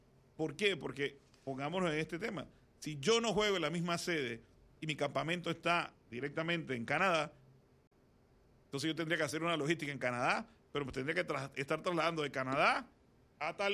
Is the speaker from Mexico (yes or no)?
no; Panama; nosotros como panameños